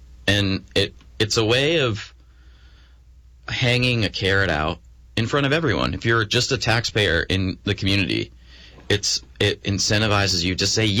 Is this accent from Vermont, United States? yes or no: yes; Essex Junction, Vermont, United States; born or raised there